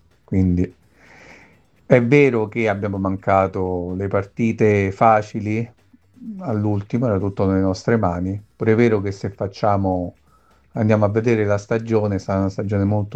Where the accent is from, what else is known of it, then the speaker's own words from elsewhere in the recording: Rome, Lazio, Italy; born there; Sono nato a Roma